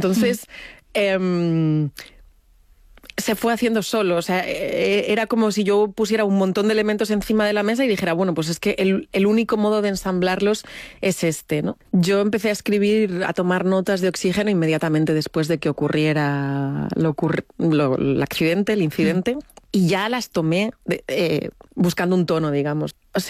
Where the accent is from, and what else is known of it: Madrid, Community of Madrid, Spain